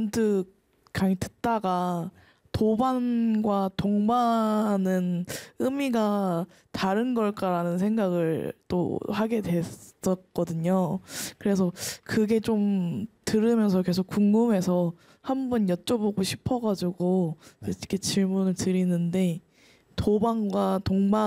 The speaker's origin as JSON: {"language": "Korean", "region": "Incheon", "country": "South Korea", "said": "저는 인천 계양구에서 온"}